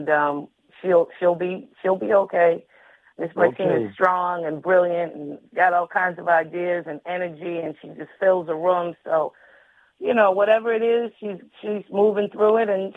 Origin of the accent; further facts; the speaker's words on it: Boston, Massachusetts, United States; And I was in a different part of the state than my hometown area of Roxbury, Boston